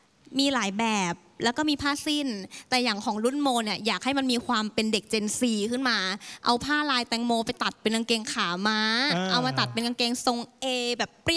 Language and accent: Thai; Southern Thailand, Thailand; เราเป็นลูกครึ่งใต้ลูกครึ่งเพชรบุรีแล้วตอนเด็กเนี่ยเราอยู่ที่ใต้